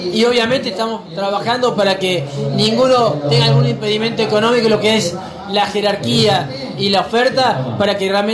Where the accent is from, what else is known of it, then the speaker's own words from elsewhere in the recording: Argentina; yo estoy orgulloso de mi país.